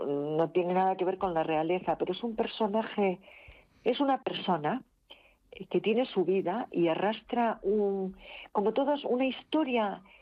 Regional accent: Spain; para que se acerque a mí como española.

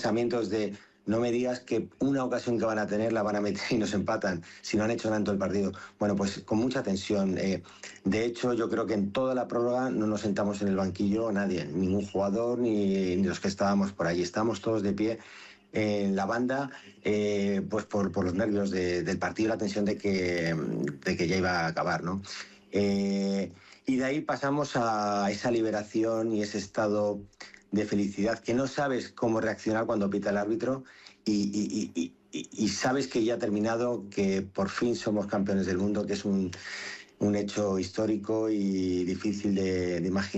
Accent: San Sebastián de los Reyes, Community of Madrid, Spain; No, soy madrileño. Yo nací en el Hospital de la Paz, pero desde muy pequeño, en San Sebastián de los Reyes, me he criado, he ido al colegio, al instituto y trabajo.

